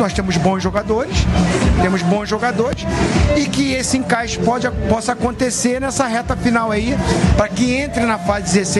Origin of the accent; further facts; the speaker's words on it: Brazil; eu sou brasileiro